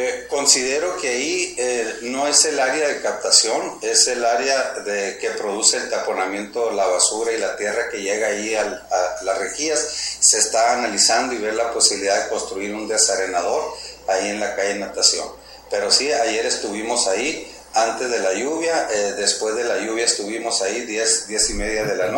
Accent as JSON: {"language": "Spanish", "town": "Nogales", "region": "Sonora", "country": "Mexico", "said": "los que somos de Nogales"}